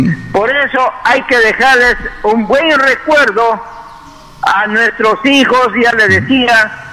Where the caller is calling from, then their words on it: Bagua, Amazonas, Peru; aquí en nuestra provincia, en Bagua